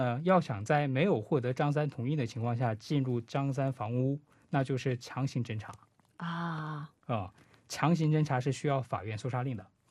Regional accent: China; 就是其实我们中国人的话，尤其是中国人的话，我们所接受的这种警察的这个强制性跟韩国的警察的这个强制性不同的。

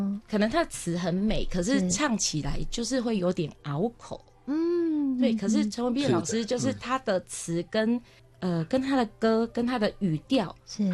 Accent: Kaohsiung, Taiwan; now in Taipei, Taiwan; 我是高雄人

